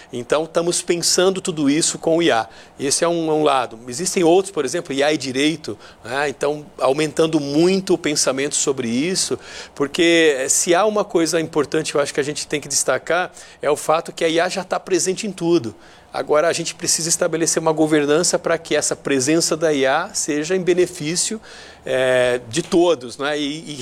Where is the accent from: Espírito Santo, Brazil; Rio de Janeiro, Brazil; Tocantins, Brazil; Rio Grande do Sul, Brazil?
Rio de Janeiro, Brazil; now in São Paulo, Brazil; O problema, eu venho do Rio de Janeiro, um grande problema da cidade e da sociedade carioca, não só, né? Aqui em São Paulo também.